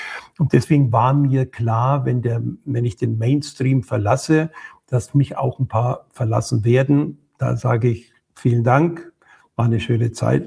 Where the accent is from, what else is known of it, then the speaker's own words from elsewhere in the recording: Germany; moved away as an adult; now in Leipzig, Germany; Seit 6 Jahren lebe ich jetzt in Leipzig und ich muss dir sagen, ich habe die Ossi-Seele jeden Tag besser kennengelernt